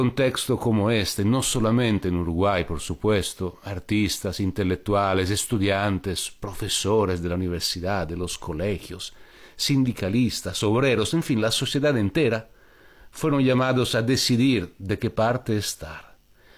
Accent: Italy; en mi país, Italia

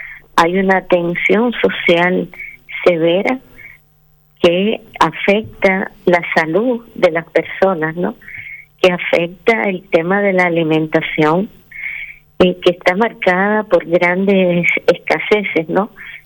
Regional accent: Cuba

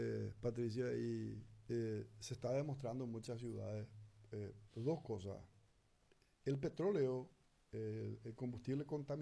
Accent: Paraguay

